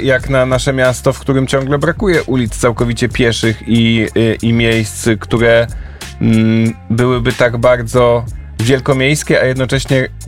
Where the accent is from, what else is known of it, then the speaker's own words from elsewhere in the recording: Warsaw, Masovian Voivodeship, Poland; born there; ja mieszkam w Warszawie od kilkudziesięciu lat, urodziłem się w tym mieście